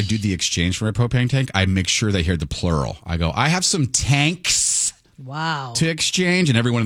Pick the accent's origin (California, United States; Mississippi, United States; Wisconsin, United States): California, United States; Escondido; Growing up in Escondido, I never thought in my life I would be the kind of guy that would have two propane tanks.